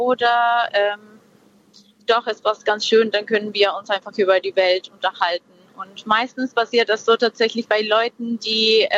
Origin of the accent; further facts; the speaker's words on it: north, Peru; German is a second language; moved away; komme ursprünglich aus Peru. Ich bin im Norden von Peru aufgewachsen und da gab es ja viel Natur